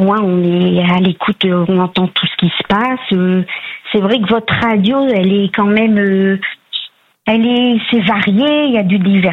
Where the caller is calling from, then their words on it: Abbeville, Hauts-de-France, France; je vous appelle de la Somme, d'Abbeville.